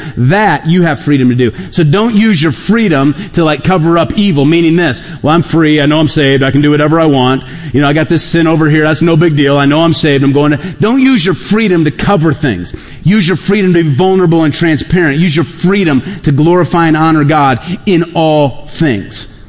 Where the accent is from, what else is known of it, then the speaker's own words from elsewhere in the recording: United States; Because I'm an American and I'm an individual